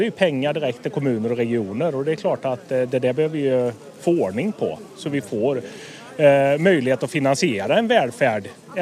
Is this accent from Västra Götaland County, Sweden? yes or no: yes; Slutarp, Västra Götaland County, Sweden; Jag är uppvuxen ute i Kina Slutarp, men jag har bott i samhället.